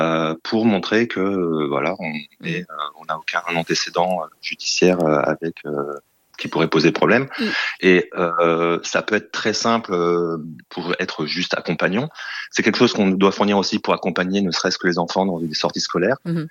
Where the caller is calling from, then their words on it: Ontario, Canada; Moi, j'habite au Canada, je suis en Ontario